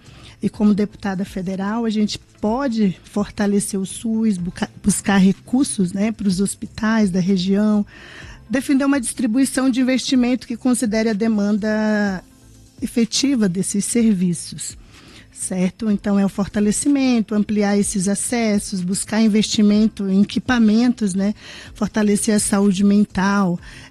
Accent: Roraima, Brazil; moved away as an adult; now in Lages, Brazil; eu vim de Roraima, eu casei com um lagiano, né? Como ele diz, né? Me trouxe lá, foi me buscar no meio do mato, né?

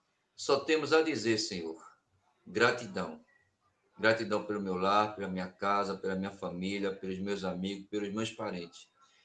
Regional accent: Recife, Pernambuco, Brazil; sou de Recife, Pernambuco

